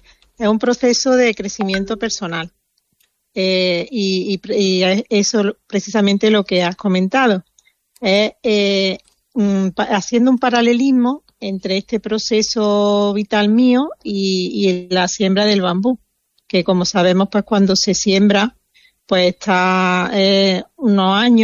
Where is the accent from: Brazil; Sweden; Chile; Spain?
Spain; Andalusia; moved away; más de donde yo vivo en este momento, que también hay naturaleza.